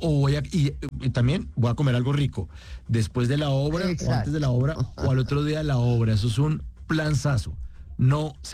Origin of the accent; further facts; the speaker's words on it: Bogotá, Colombia; now in Medellín, Colombia; Yo soy bogotano, estoy viviendo en Medellín.